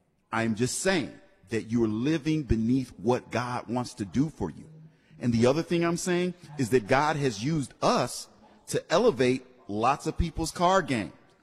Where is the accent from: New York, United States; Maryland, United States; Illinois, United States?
Illinois, United States; Chicago; now in Detroit, United States; I'm from Chicago